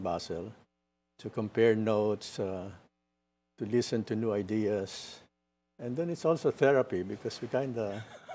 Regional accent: Mauban, Calabarzon, Philippines; also born or lived in Samar; I am Maubanon, I am Waray.

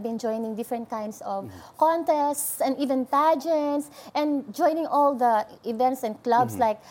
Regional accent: Puerto Princesa, Mimaropa, Philippines; I was born and been raised in Puerto Princesa, Palawan. I grew up there.

